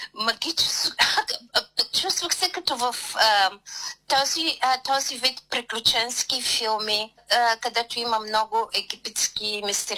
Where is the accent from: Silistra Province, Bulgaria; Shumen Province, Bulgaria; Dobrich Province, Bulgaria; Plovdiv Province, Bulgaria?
Plovdiv Province, Bulgaria; Plovdiv; moved away as an adult; now in Australia